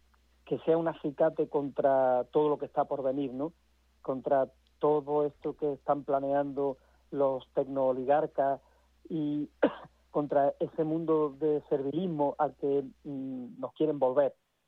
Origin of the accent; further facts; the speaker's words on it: Huétor Tájar, Andalusia, Spain; Y ahora que estamos en temporada de espárragos de mi pueblo, de Huetortaja, que como sabes yo soy de allí